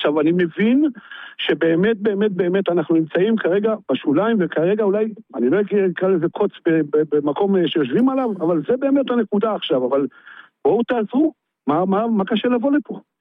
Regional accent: Zar'it, Northern District, Israel

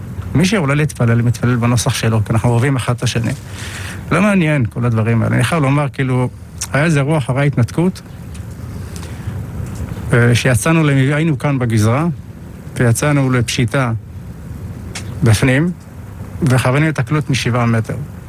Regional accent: Gedera, Central District, Israel; born or raised there

